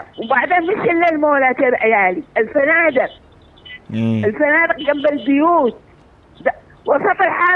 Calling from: Aden, Yemen

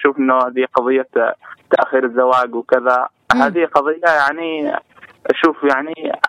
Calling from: Taiz, Taiz Governorate, Yemen; الأجواء ما شاء الله عندنا في تعز أمطار.

